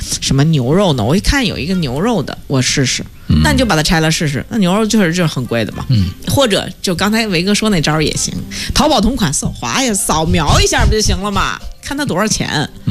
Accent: China

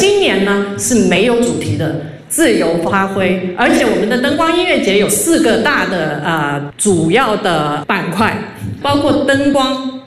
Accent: China

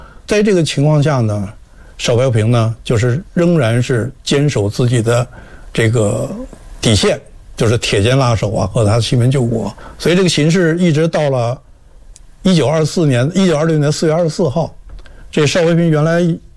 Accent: Beijing, China; 我们北京人

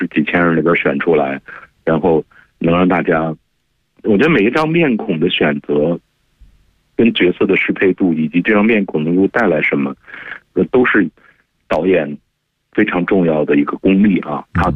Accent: China

